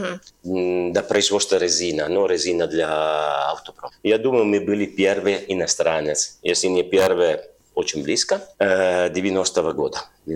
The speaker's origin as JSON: {"language": "Russian", "town": "Turin", "region": "Piedmont", "country": "Italy", "second_language": "Russian", "moved": "as an adult", "lives_now": "Russia", "said": "Я из Турине."}